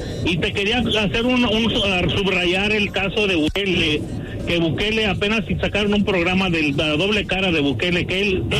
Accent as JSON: {"language": "Spanish", "country": "Mexico", "said": "Yo viví en, soy mexicano, sé cómo están las situaciones en México."}